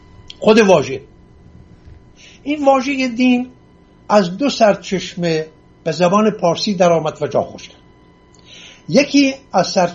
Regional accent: Iran; first language Assyrian Neo-Aramaic; Persian is a second language; من آشوری تبار هستم، آشوری زاده هستم، از آشوری های ایران، یک تبار بسیار بسیار کهن ایرانی

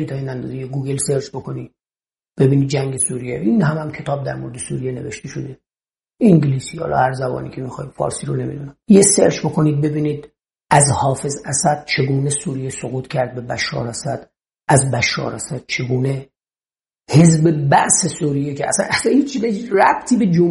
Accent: Gilan, Iran; خب بچه گیلانم

